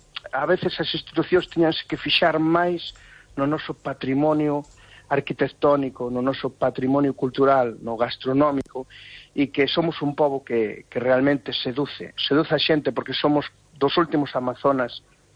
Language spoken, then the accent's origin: Galician; Galicia, Spain; que temos que, como galegos, pois unirnos